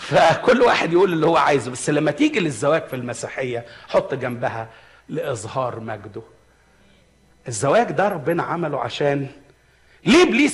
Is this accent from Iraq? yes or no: no; Egypt; عندنا في مصر